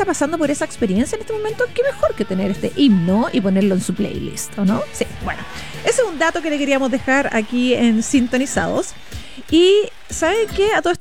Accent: Chile

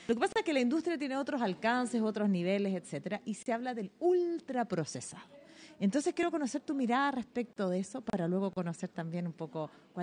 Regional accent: Chile; Si algo sabemos en Chile es de temblores y terremotos.

